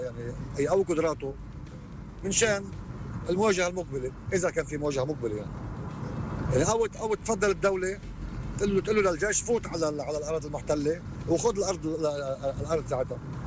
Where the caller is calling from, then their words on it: South Lebanon, Lebanon; أنا كمواطن لبناني جنوبي،